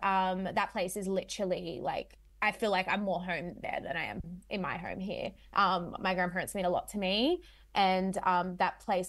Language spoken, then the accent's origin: English; Sydney, New South Wales, Australia; Without knowing that I was from Western Sydney, was like, oh, thank God for Western Sydney, otherwise we'd have no news stories.